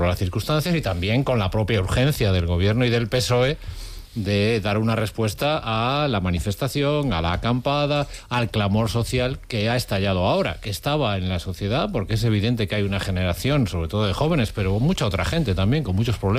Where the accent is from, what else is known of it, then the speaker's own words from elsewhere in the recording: Vigo, Galicia, Spain; soy de Vigo.